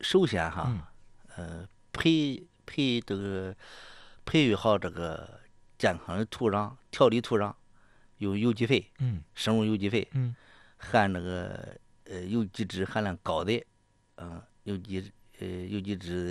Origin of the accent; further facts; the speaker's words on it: Henan, China; 像我们河南人